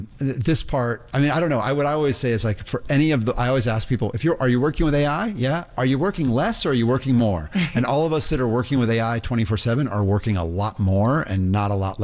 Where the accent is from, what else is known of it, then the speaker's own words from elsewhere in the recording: Indiana, United States; Look, I'm a skateboarder from Indiana.